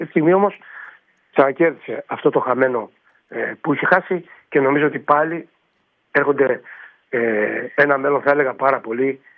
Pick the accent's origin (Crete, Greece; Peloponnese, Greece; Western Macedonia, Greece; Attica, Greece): Crete, Greece; Garipa; Εγώ στο χωριό μου, τη Γαρίπα.